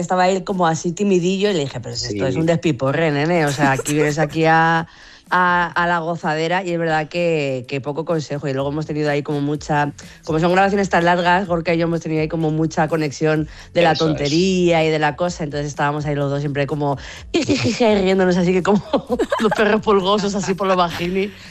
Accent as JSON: {"language": "Spanish", "region": "Castilla-La Mancha", "country": "Spain", "tie": "born there", "said": "yo en mi pueblo de Castilla-La Mancha"}